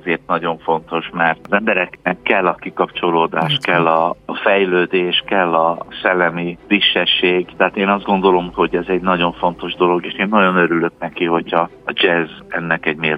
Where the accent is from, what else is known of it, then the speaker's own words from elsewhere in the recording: Hungary; Magyarországról jövök